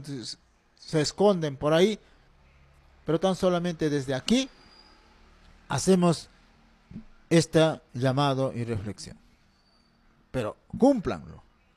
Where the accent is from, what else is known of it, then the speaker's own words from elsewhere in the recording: Junín, Peru; moved away; also born or lived in Ricrán, Jauja, Junín; mi centro poblado donde me vio crecer, centro poblado Unión Autiqui